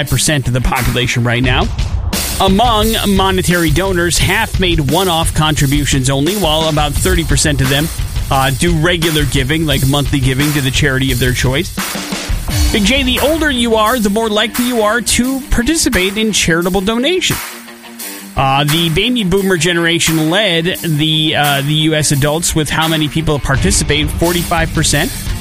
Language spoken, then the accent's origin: English; United States